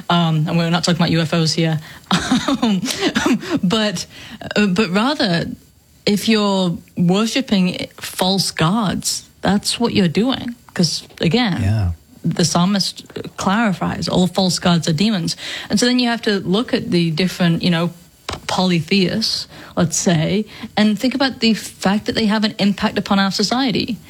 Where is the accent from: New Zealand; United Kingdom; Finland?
United Kingdom; England; now in United States; I grew up in England, I came over to the United States, and we haven't really dealt with paganism per se.